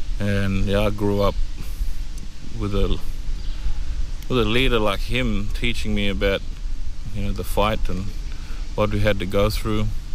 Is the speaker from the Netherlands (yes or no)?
no; Borroloola, Northern Territory, Australia; I'm from the Yanyuwa and Gadawa country in the Borroloola region.